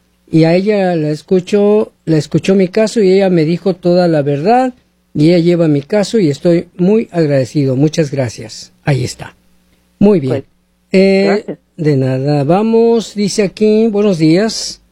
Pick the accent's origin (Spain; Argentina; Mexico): Mexico; Gracias, soy mexicano.